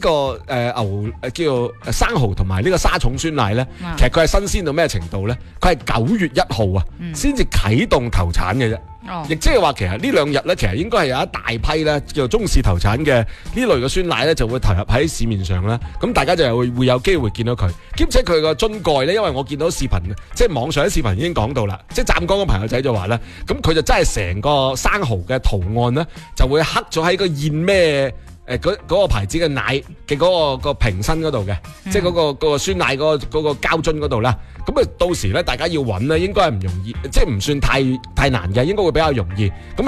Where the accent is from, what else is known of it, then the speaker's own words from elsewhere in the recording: Guangdong, China; 但系我觉得作为广东人，点都要试试佢噶